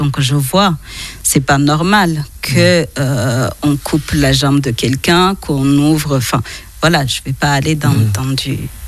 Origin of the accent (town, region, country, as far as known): Rwanda; French is a second language